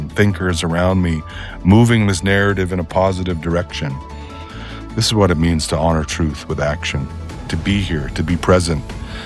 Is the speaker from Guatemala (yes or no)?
no; Peguis First Nation, Manitoba, Canada; I come from the Pegwis First Nation. I grew up in a home without running water.